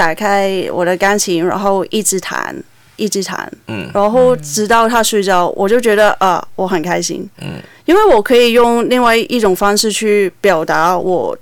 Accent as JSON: {"language": "Chinese", "country": "Hong Kong", "said": "广东曲，因为我是香港人嘛"}